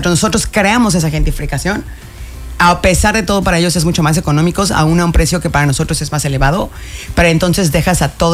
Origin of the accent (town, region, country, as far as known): Mexico